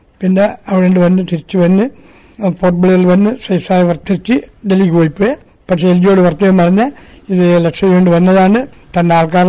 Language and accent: Malayalam; Kerala, India; ഞാൻ കവർച്ചി തന്നെ ജനിച്ച് കവർച്ചി തന്നെ വളർന്ന് പഠിച്ച മാത്രം college education Kozhikode government arts and science കോളേജിലാണ് നടന്നത്.